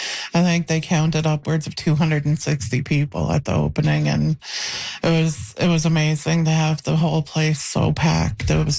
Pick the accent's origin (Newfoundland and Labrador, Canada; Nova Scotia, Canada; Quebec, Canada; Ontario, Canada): Newfoundland and Labrador, Canada; We're erased from Newfoundland curriculum. We're erased from public buildings. They tell the stories they want to tell, but this is our story. It was written, it was developed by Innu people, the way we see in it, the way we lived it